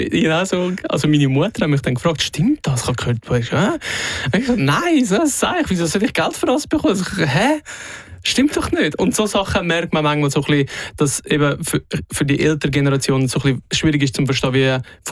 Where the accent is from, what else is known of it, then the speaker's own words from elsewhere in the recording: Glarus, Switzerland; Ich würde sagen, recht normal. Ländlich aufgewachsen im Glarnerland. Das war sicher sehr prägend gewesen.